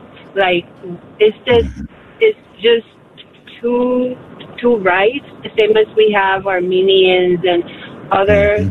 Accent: Puerto Rico; now in Washington, D.C. area, United States; I am from a small town in the middle of the island in Puerto Rico

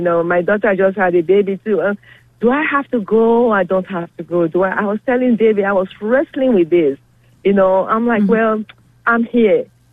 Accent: Nigeria; I'm Nigerian, you know, and mm-hmm. My mother is back home in my country with dementia.

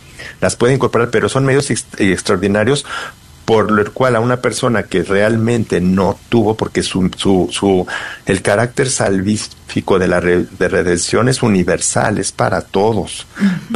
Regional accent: Mexico; Porque ella escogió esa casa y porque yo soy, sí, mexicano.

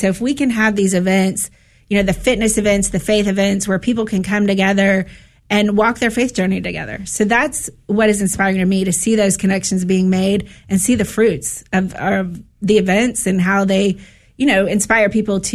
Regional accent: Dallas, Texas, United States; born and raised in Dallas, fortunate to be a cradle Catholic.

